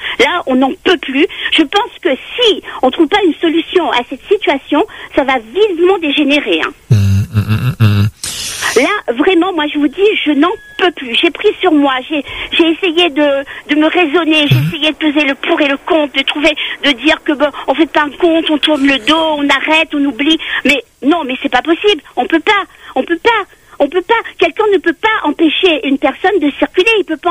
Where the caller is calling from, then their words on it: Le Tampon, Réunion, France; j'ai vécu 20 ans à Saint-Denis, j'ai jamais eu aucun souci avec mes voisins. Et pourtant, j'étais en appartement. Alors, depuis que j'habite au Tampon, c'est la folie.